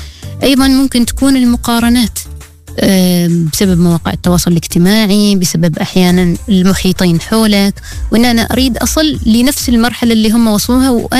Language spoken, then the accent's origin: Arabic; Oman; نحن كعمانيين